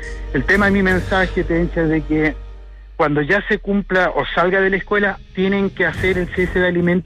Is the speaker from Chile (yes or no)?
yes; Buin, Santiago Metropolitan Region, Chile; Yo estoy llamando del sector del Cabo, pero soy nacido y criado en Buin.